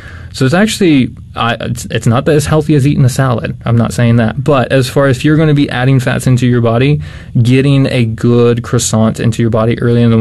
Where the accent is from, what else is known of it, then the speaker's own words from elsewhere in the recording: Ixtapa-Zihuatanejo, Guerrero, Mexico; now in United States; Correct. I'm from Mexico in a small town called Ixtapas y Huatanejo. It's on the Pacific coast.